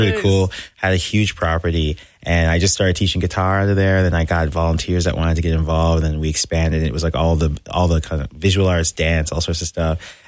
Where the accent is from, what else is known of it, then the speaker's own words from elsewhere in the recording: Scarborough, Ontario, Canada; like back where I'm from in Scarborough. I grew up in Scarborough, and there's a big Jamaican and black population there.